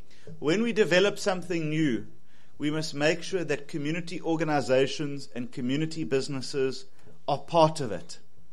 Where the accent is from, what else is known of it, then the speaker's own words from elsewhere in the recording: KwaZulu-Natal, South Africa; I come from KwaZulu-Natal